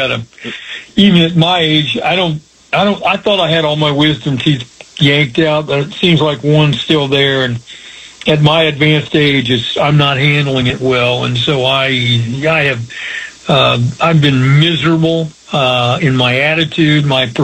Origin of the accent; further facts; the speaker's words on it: Plainfield, Indiana, United States; when I was a kid, growing up in Plainfield